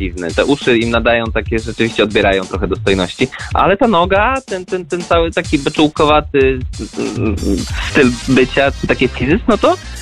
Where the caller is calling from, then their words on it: Masovian Voivodeship, Poland; mieszkam w Puszczy Kampinoskiej